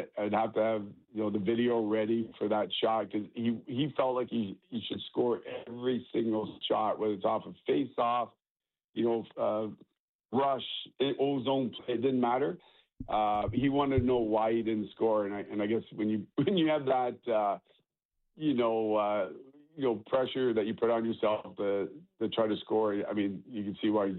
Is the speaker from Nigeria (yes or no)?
no; Kingston, Ontario, Canada; and growing up in Kingston, obviously halfway between Toronto and Montreal, a lot of Leaf fans, a lot of Hab fans